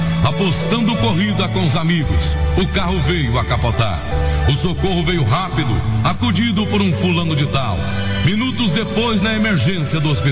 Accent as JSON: {"language": "Portuguese", "region": "Goiás", "country": "Brazil", "tie": "born there", "said": "Vim de família humilde do interior e através do rodeio brasileiro conquistei o meu valor. Sou goiano de nascença e em todas as cidades sou adotado. … narrador apaixonado."}